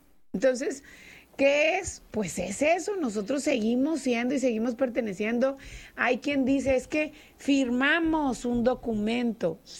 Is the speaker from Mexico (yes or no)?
yes; Nuevo León, Mexico; Necesitamos construir ese Nuevo León del que somos dignos los regios.